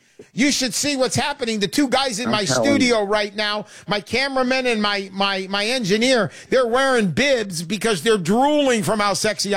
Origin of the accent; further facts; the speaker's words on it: California, United States; Southern California.